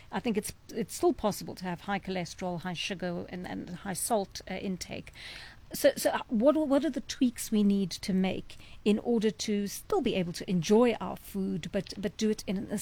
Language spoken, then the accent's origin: English; South Africa